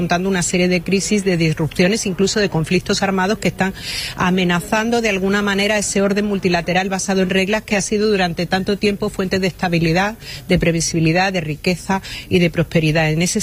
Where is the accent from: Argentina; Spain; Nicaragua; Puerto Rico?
Spain; Yo creo que nosotros, y hablo de España